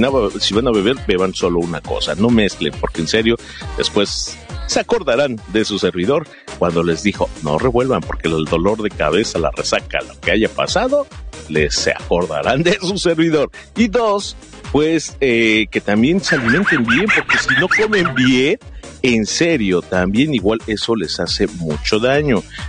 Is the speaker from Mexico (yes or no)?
yes; Mexico